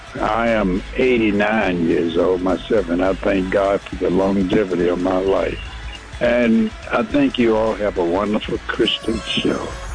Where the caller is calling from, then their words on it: Atlanta, Georgia, United States; I'm calling from Atlanta, Georgia.